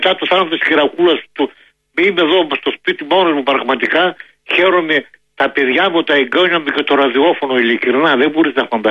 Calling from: Drama, Eastern Macedonia and Thrace, Greece; εδώ στα χωριά μας η Δράμα έχει πάρα πολύ νέκρα.

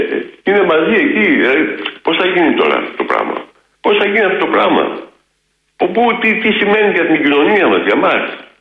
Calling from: Greece; Γιατί με θίγει σαν Έλληνας

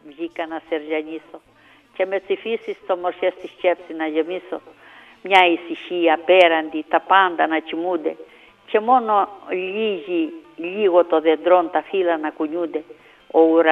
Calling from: Crete, Greece

